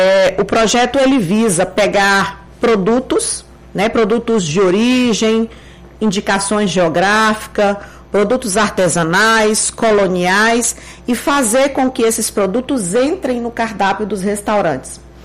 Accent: Tocantins, Brazil; eu também sou nortista, sou do Tocantins

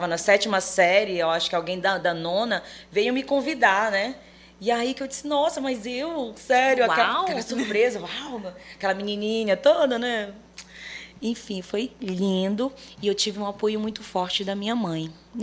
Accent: Belém, Pará, Brazil; born there; Eu sou de Belém do Pará, nascida lá no Binguí, nasci em casa mesmo, aquela das antigas, né? Parteira e tudo mais. Mas eu sou de Belém do Pará com muito orgulho.

